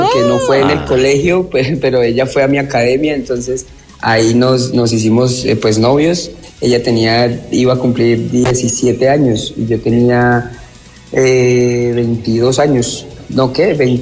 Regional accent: Villavicencio, Meta, Colombia; also born or lived in Maní; Pues, hermano, yo soy de Colombia. Yo vivía en un municipio de Casanare que se llama Maní, pero soy de Villavicencio.

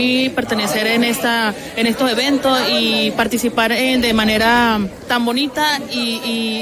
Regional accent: Venezuela; now in Colombia; soy venezolana

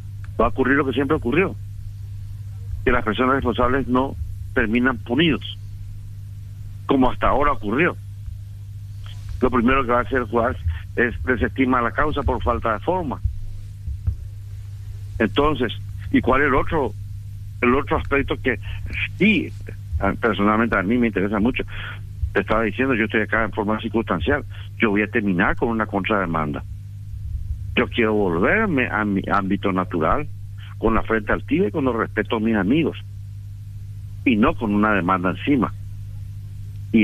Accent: Paraguay; sino soy el cirujano paraguayo y represento y unifico a mi país.

